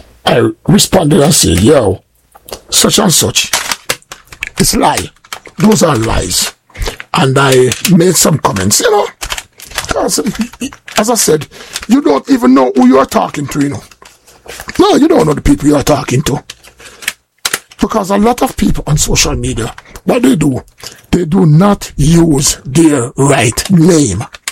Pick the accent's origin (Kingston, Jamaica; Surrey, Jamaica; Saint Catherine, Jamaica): Kingston, Jamaica; also born or lived in Clarendon, Jamaica; I'm from West Kingston. I grew up in West Kingston. I was born in Clarendon. I'm a Clarendonian man. You know, yeah, man. I'm a Clarendon man. That's where I was born. But I grew up in West Kingston.